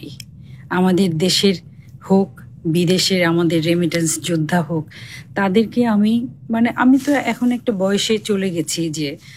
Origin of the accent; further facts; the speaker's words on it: Dhaka, Dhaka Division, Bangladesh; also born or lived in Kazipur, Sirajganj; প্রকৃতির সাথে বেড়ে ওঠা, আমি শান্তিবাগে যেটা বললেন, আমার জন্ম হয়েছে হলি ফ্যামিলি হাসপাতালে।